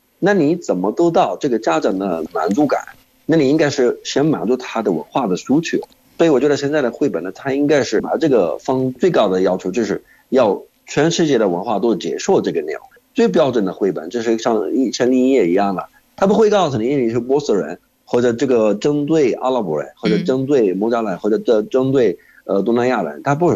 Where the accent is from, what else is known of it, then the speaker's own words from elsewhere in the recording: Jordan; Chinese is a second language; 我是来自约旦的